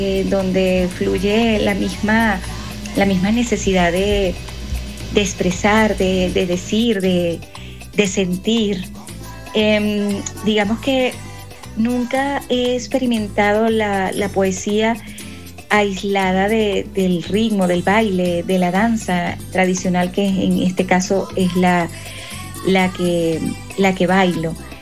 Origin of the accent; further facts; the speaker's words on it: Monagas, Venezuela; mi tierra amada. Monagas es donde empezó toda mi carrera artística, la tierra que me dio la sensibilidad y las ganas de crear antes de que supiera qué camino tomaría.